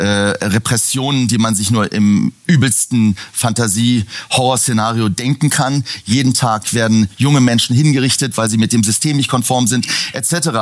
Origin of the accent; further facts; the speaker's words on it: Iran; natürlich bin ich als Iraner besonders empfindlich